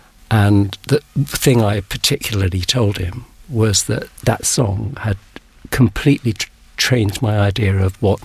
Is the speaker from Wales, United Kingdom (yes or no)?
yes; Wales, United Kingdom; So the part of me that's that kid, you know, growing up in the South Welsh valleys and that loves the Manx is completely alive in me now.